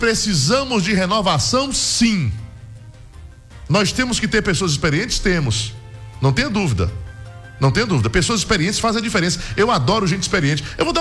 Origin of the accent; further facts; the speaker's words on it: Bahia, Brazil; Eu, sendo baiano, sertanejo